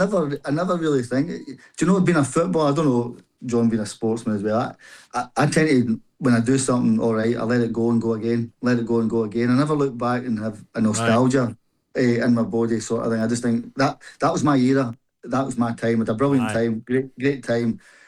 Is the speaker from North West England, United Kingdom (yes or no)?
no; Scotland, United Kingdom; moved away; I'd like to come back and see it because it's where I was born.